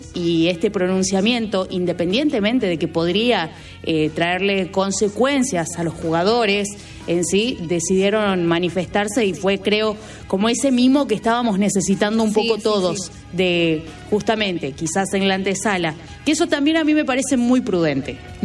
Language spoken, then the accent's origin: Spanish; Argentina; Lo que soñamos los argentinos